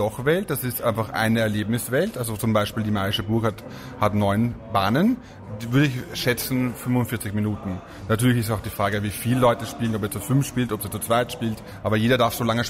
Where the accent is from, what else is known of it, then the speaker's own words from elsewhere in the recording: Vorarlberg, Austria; born there; ich bin mit meiner Oma gespielt, da bin ich klein war in Vorarlberg